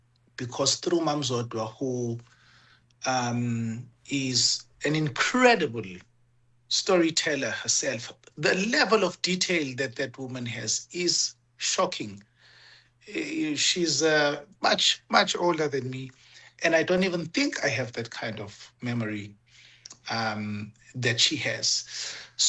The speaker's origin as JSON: {"language": "English", "region": "Mpumalanga", "country": "South Africa", "tie": "born or raised there", "said": "as a teenage boy growing up in Mpumalanga"}